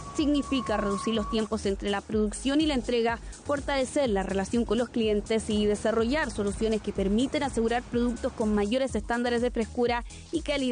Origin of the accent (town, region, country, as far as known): Chile